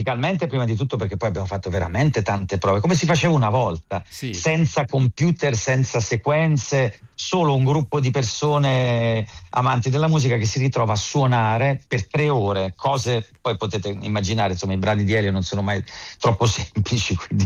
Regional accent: Comerio, Lombardy, Italy; also born or lived in Milan; Questo festival poi l'ho fatto per 7 anni a Comerio, nel mio paese natio.

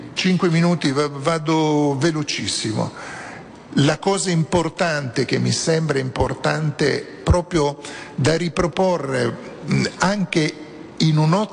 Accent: Rimini, Emilia-Romagna, Italy; sono di Rimini, e quindi capite bene che vengo da una realtà fortemente turistica e non certo naturale

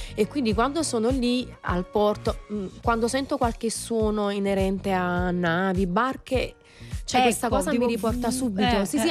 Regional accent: Naples, Campania, Italy; poi, sai, da napoletani stessi non ci si rende conto dell'importanza che c'è e con cui gli altri la vedono.

